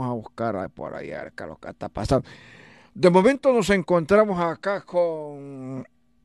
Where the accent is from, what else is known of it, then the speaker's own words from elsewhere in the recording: San Miguel, El Salvador; yo soy de Oriente